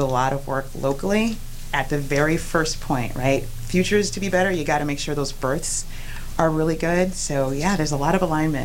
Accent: Rochester, New York, United States; I grew up in Rochester, New York. We moved here when I was around 3. Family's from Jamaica.

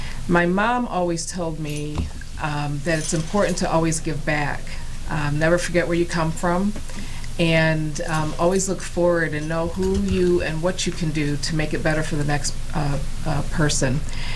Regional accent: Rochester, New York, United States; also born or lived in United Kingdom; I was born in the United Kingdom. I came to Rochester, New York. I was raised by my grandmother, and she always inspired me.

